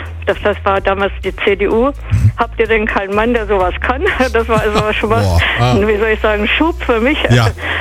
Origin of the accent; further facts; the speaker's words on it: Wolfsburg, Lower Saxony, Germany; ich bin in Fallersleben geboren worden, habe eigentlich, sag ich jetzt mal, mich mit diesem Ort hier identifiziert, bin hier aufgewachsen